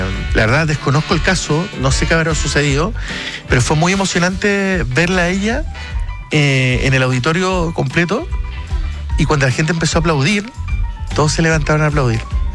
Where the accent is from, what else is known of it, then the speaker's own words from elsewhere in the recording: Punta Arenas, Magallanes and Chilean Antarctica, Chile; moved away; venimos todos de Punta Arenas, a todos le ha costado, somos tres hermanos